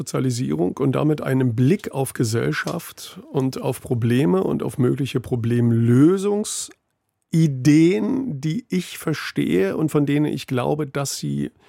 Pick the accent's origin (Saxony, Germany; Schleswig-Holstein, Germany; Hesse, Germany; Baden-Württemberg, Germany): Saxony, Germany; Bautzen; Und dann bin ich in meine Heimatstadt Bautzen gefahren